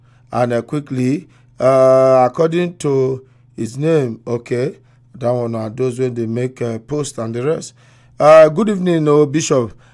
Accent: Osun, Nigeria; now in Port Harcourt, Nigeria; I am 32 years of age. I'm from Osun State, but I stay in River State here. I also work in Port Harcourt.

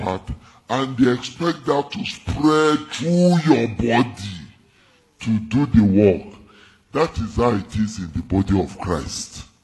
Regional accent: Ibadan, Oyo, Nigeria; When I was growing up, I grew up in University of Ibadan. There were giants in University of Ibadan.

